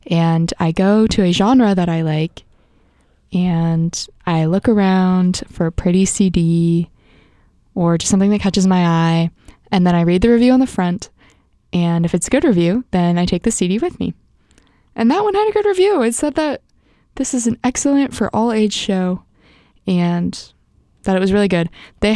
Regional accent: Charleston, United States; I'm also from Charleston

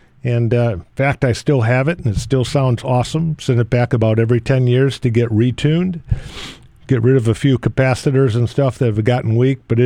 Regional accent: Rockford, Illinois, United States; Rockford, Illinois, my hometown

